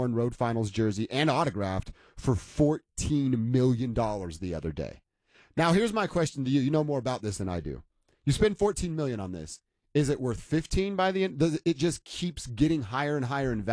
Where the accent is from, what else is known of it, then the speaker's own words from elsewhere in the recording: Indiana, United States; I grew up not liking Michael Jordan. I was a kid from Indiana, and he beat the brakes off my team every time.